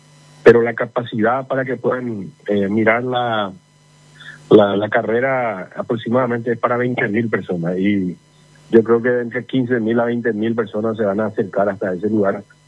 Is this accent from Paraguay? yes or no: yes; Paraguay; como paraguayo me siento muy patriota